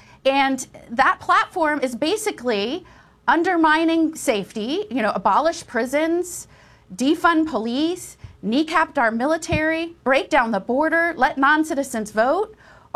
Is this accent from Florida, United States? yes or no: yes; Florida, United States; I'm a mom from Florida, and I've been pushing for more daylight and later in the evening, more time outside for kids, more time in the evening.